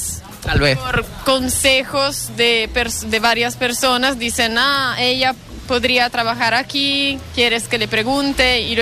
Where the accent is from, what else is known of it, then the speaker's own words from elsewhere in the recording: Treviso, Veneto, Italy; Spanish is a second language; Treviso, en la provincia de Venecia.